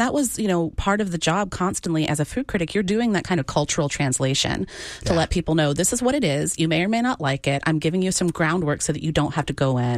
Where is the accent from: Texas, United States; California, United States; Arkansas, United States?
Texas, United States; as a Texan, I'm obligated to defend my native cuisine.